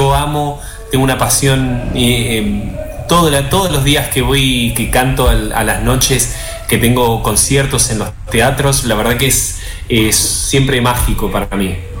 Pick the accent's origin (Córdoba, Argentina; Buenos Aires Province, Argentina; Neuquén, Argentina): Buenos Aires Province, Argentina; Mar del Plata; Soy marplatense, exactamente.